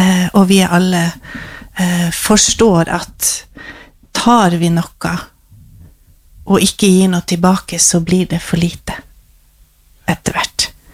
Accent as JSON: {"language": "Norwegian", "region": "Finnmark", "country": "Norway"}